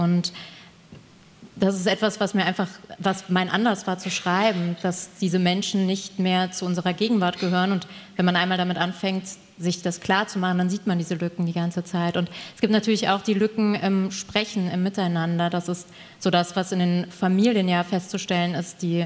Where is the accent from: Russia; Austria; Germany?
Germany; Hermeskeil, Rhineland-Palatinate; In Hermeskeil, wo ich geboren bin, wo ich aufgewachsen bin, gab es eine sehr kleine jüdische Gemeinde.